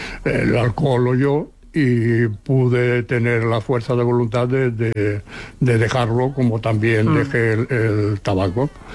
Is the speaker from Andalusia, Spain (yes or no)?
yes; Seville, Andalusia, Spain; now in Barcelona, Spain; nosotros cuando vinimos de Sevilla